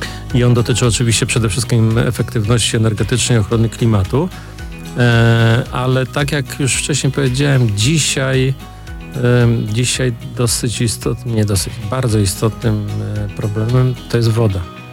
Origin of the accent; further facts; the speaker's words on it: West Pomeranian Voivodeship, Poland; now in Szczecin, Poland; nie jestem rodowitym szczecinianinem, bo pochodzę z rubieży wschodnich naszego województwa, czyli z Karwina